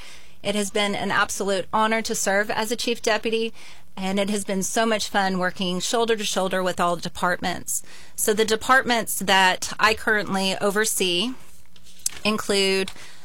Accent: Oklahoma City, Oklahoma, United States; born and raised in Oklahoma City, went to PC North, go Panthers. After graduating from PC North, went to UCO.

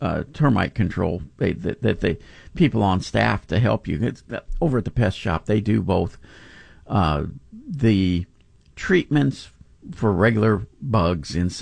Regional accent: Pasadena, Texas, United States; moved away as an adult; now in Denton County, United States; I'm in Houston typically Monday through Friday. I grew up in Pasadena, so that's where I have a place when I'm down here.

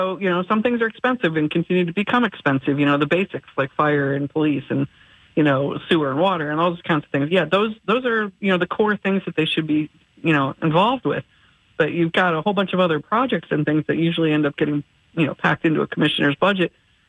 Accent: New York, United States; I've been here for like 30 years, but I grew up in New York.

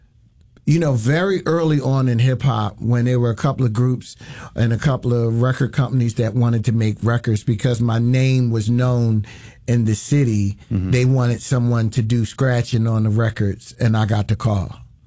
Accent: Philadelphia, Pennsylvania, United States; I think growing up in West Philly, we would have a lot of block parties.

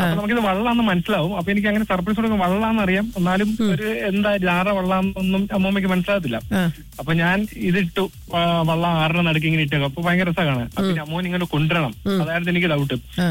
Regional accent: Arpookara, Kerala, India; കോട്ടയം, കോട്ടയം, കോട്ടയം ആർപ്പുക്കര എന്ന് പറയും medical college ഹോസ്പിറ്റലിന്റെ അടുത്തേ നമ്മുടെ വീടെല്ലാം വരുന്നത്.

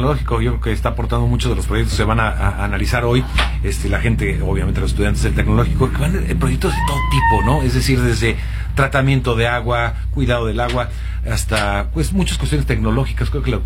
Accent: Mexico; para eso somos especialistas los mexicanos

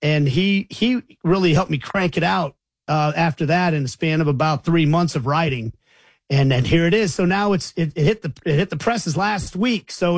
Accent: Kansas City, Kansas, United States; I've learned so much about my hometown. I've always loved Kansas City, and I'm a person who feels like I grew up in Wyandotte County.

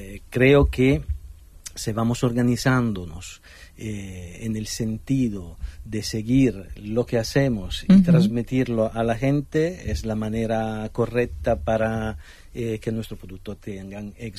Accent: Italy; moved away; Nosotros venimos de Italia, entonces somos especialistas en navegar en medio de la burocracia, porque creo que es uno de los países más complejos que hay en Europa o en el mundo incluso.

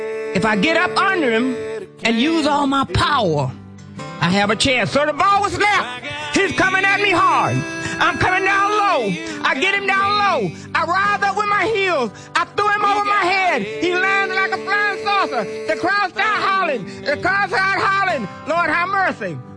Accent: Cleveland, Ohio, United States; what I will not accept is the way you Clevelanders let New York fans come in and disrespect us downtown.

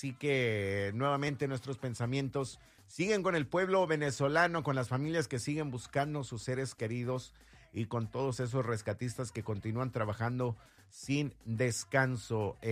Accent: Mexico; nosotros también como mexicanos

